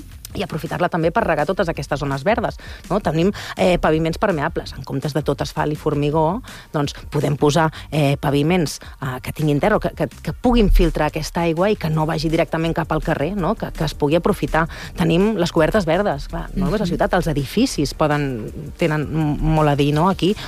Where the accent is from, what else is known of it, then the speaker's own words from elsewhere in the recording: Sant Andreu, Catalonia, Spain; jo sóc de Sant Andreu